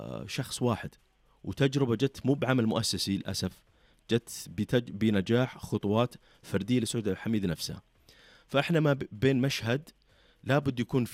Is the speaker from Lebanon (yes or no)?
no; Saudi Arabia; عندنا بالخليج